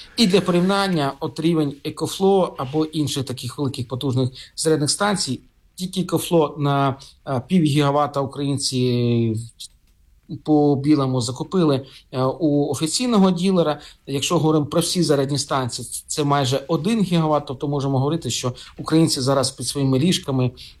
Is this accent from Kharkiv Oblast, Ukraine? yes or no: yes; Kharkiv, Kharkiv Oblast, Ukraine; мій рідний Харків